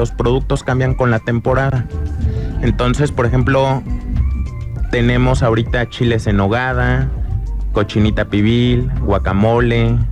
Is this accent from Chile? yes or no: no; Querétaro, Mexico; Y aquí vivió, somos queretanos, de los pocos queretanos que quedamos.